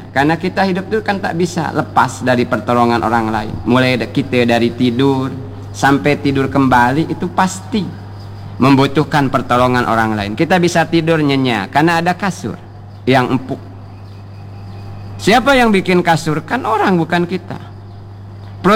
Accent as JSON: {"language": "Indonesian", "region": "Bangka Belitung Islands", "country": "Indonesia", "said": "kata kita orang Bangka basing"}